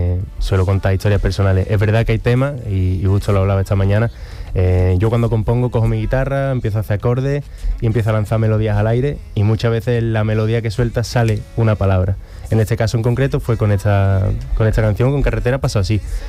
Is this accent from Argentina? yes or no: no; Mairena del Aljarafe, Andalusia, Spain; 28 de junio de este mes canto aquí en Mairena de las Jarafes, en mi pueblo.